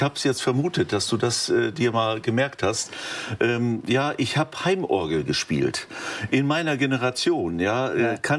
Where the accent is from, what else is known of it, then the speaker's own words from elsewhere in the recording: Lower Saxony, Germany; Und da lebt auch noch meine Mutter in unserem Elternhaus. Meine große Schwester ist da noch. Und das ist so meine Heimat, das südwestliche Niedersachsen